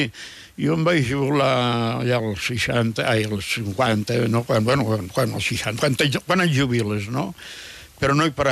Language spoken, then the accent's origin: Catalan; Alguaire, Catalonia, Spain; born there; Al Guaire fèiem arròs, jo he plantat arròs amb les meves mans